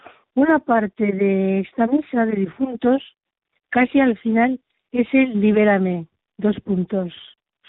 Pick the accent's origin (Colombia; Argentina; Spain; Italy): Spain; Zaragoza, Aragon